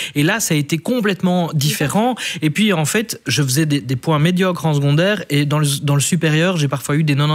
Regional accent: La Louvière, Wallonia, Belgium; born there; c'est vrai qu'on a fait des dingueries quand on était jeunes à l'Athénée provinciale de la Louvière

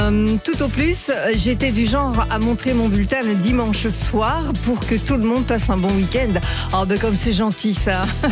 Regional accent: Belgium; c'est vrai qu'on est belge et on ne se change pas.

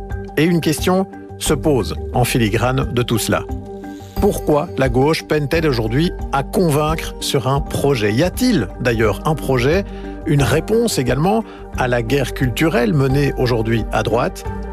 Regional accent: Belgium; chez nous en Belgique

